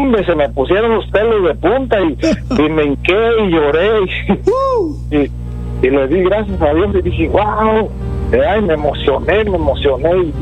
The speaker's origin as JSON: {"language": "Spanish", "region": "California", "country": "United States", "lives_now": "Alice, United States", "said": "pero yo soy de California, pero me tuve que quedar aquí en Alice, porque aquí me soltaron y pues aquí me quedé"}